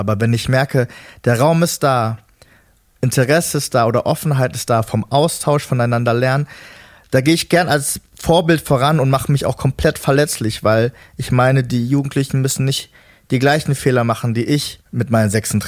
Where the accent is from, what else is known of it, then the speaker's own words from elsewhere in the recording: Hanover, Lower Saxony, Germany; ich bin gebürtig aus Hannover, da geht es schon ein bisschen ab.